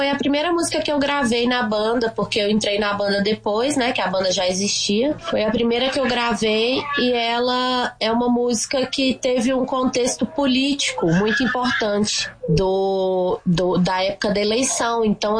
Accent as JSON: {"language": "Portuguese", "town": "Teófilo Otoni", "region": "Minas Gerais", "country": "Brazil", "said": "Eu sou da região de Teoflotone"}